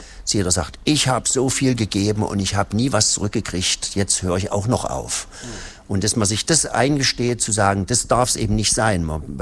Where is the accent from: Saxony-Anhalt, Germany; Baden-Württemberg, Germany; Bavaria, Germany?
Saxony-Anhalt, Germany; Hettstedt; also born or lived in Halle; now in Eisleben, Germany; Ich komme nämlich aus Hettstedt.